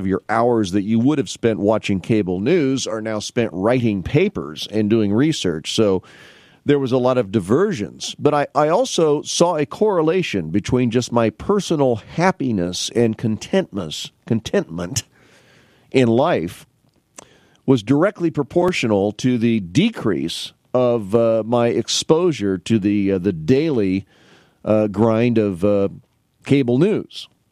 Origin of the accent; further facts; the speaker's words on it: Canton, United States; I remember growing up in Canton along Ash Street